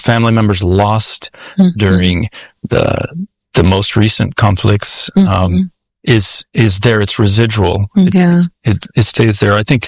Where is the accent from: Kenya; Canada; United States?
Kenya; I grew up in Kenya in East Africa.